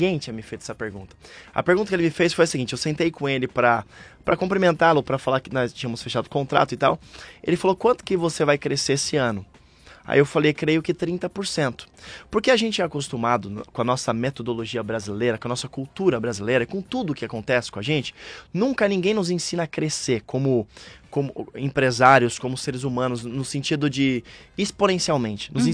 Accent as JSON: {"language": "Portuguese", "country": "Brazil", "said": "sou do Brasil"}